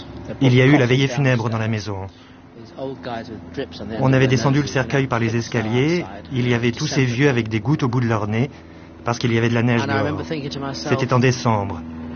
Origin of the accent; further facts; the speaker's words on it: Manchester, North West England, United Kingdom; French is a second language; J'ai grandi à Manchester. Dans un quartier où il y avait beaucoup de petits cinémas alentour